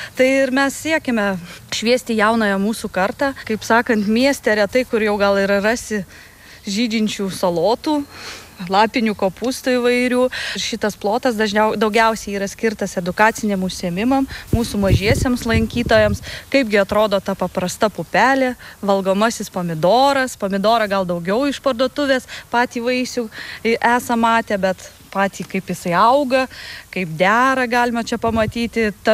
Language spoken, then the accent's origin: Lithuanian; Aukštaitija, Lithuania; Aš iš Aukštaitijos, taipogi pas mus grikių nieks neaugino.